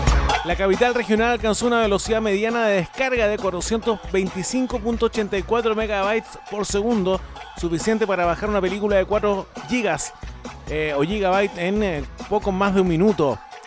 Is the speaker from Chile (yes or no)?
yes; Chile; Imagínate, somos la ciudad chilena con la conexión de internet fija más rápida del mundo.